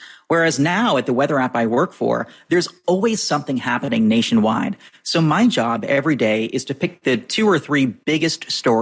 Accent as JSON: {"language": "English", "region": "New England", "country": "United States", "tie": "born or raised there", "moved": "as an adult", "lives_now": "Washington, D.C., United States", "said": "when I grew up in New England, so I just turned 29 the other day, I grew up in New England"}